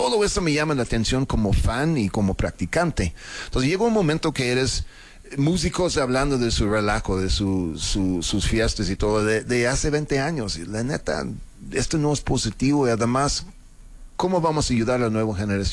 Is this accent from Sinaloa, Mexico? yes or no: no; Mexico City, Mexico; Soy chilango con acento, pues yo qué hago, ¿no?